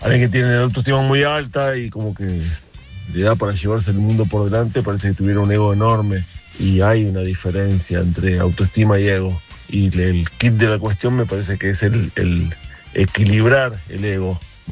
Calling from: Buenos Aires, Argentina; de Núñez.

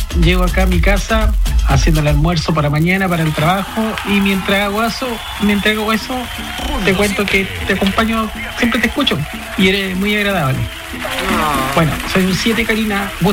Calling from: Valparaíso, Chile; acá de Valparaíso.

